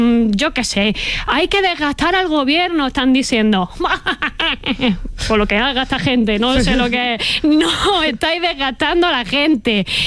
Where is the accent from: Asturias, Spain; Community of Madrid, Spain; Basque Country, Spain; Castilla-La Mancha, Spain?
Castilla-La Mancha, Spain; Cuenca; Y la otra, que soy de Cuenca, cojones.